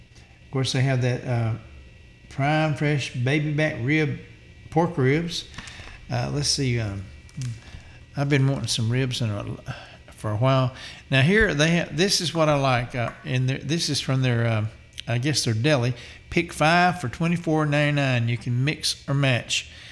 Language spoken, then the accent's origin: English; Boaz, Alabama, United States; moved away as an adult; now in Sequatchie Valley, Tennessee, United States; My hometown is actually Boaz, Alabama. And I'm married up this way.